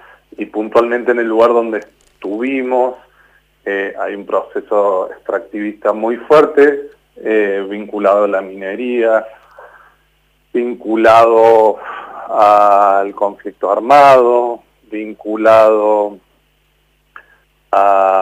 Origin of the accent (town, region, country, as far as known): Córdoba, Argentina